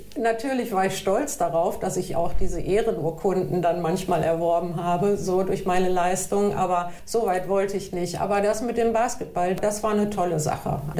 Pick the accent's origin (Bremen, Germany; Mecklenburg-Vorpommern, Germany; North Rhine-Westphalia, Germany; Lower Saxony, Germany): North Rhine-Westphalia, Germany; Bielefeld; Ja, ich bin in Bielefeld geboren, im Klösterchen, 1964.